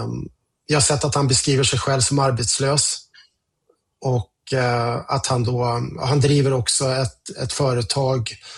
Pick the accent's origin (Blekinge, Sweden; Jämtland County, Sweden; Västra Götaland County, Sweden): Jämtland County, Sweden; Östersund; now in Stockholm, Sweden; Jag i vanliga fall jobbar från Stockholm. Men nu är jag hemma i Östersund där jag kommer från ett par dagar.